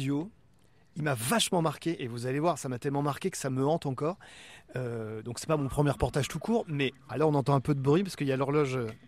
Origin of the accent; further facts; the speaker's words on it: Brittany, France; moved away as an adult; j'étais plus que jamais Breton. Et quand on me demande d'où vous venez, je dis « the west coast of France », la Bretagne